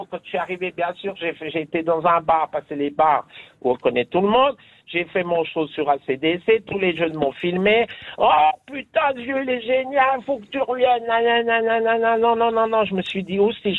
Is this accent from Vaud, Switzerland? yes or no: yes; Lausanne, Vaud, Switzerland; moved away as an adult; also born or lived in Vevey / Montreux / Sainte-Croix; now in Neuchâtel, Switzerland; Je suis né à Lausanne, j'ai fait 50 ans à Lausanne. Après, j'ai fait Cublan, Montreux, j'ai tout fait.